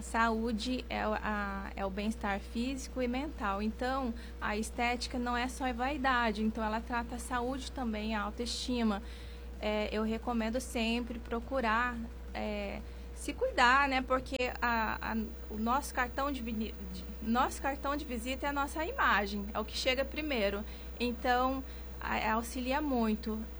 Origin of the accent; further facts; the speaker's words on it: Pindamonhangaba, São Paulo, Brazil; moved away as an adult; also born or lived in Amazonas / Rio Branco, Acre; eu sou aqui de Pinda mesmo, porém, acompanhei meu esposo pela vida militar dele. E aí eu fui morar na Amazonas, né? E lá que surgiu essa paixão pela estética. E depois eu fui morar no Rio